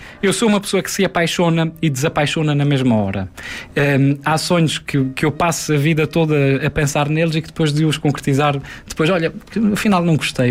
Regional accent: Rabo de Peixe, Azores, Portugal; accent: São Miguel (Rabo de Peixe) pronunciation; moved away as an adult; eu sou de Rabo de Peixe, que é a zona mais difícil de se perceber, de facto tem uma pronúncia mais carregada.

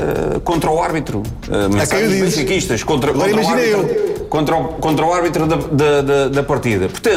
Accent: Lisbon, Portugal; porque sou aqui de Lisboa

